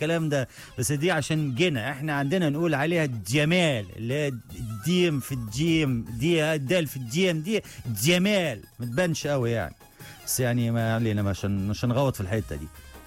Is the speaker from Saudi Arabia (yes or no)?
no; Upper Egypt, Egypt; وتحية كبيرة جدا جدا للصعيد اللي انا منه وافتخر ان انا منه.